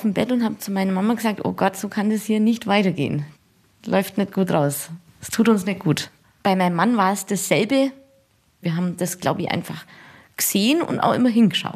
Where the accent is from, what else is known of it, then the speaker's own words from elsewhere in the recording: Eurasburg, Bavaria, Germany; Ja, im Alltagsleben bin ich immer hier in der Ecke geblieben.